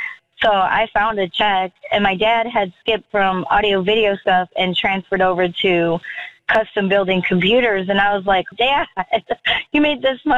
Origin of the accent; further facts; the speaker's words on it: Milwaukee, Wisconsin, United States; also born or lived in Tennessee; now in Manitowoc, United States; Super small town, O'Connell Falls, but born and raised in Milwaukee. Went to Tennessee, came back.